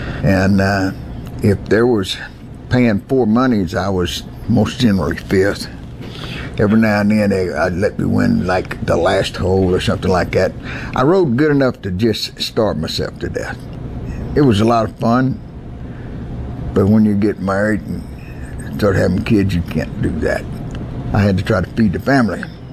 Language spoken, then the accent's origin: English; Blanco, Texas, United States; born there; I was born in Blanco, Texas in 1954 in the courthouse because in Blanco, Texas, the courthouse was in front and the hospital was in back.